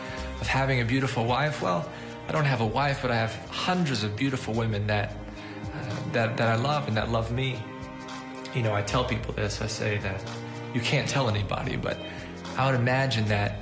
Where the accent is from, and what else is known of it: Owensboro, Kentucky, United States